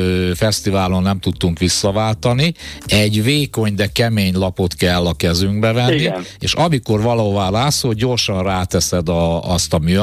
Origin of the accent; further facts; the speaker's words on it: Debrecen, Hajdú-Bihar, Hungary; now in Budapest, Hungary; Én emlékszem, hogy gyerekkoromban, lehet, hogy Debrecen meg vidék, ott rengeteg cserebogár volt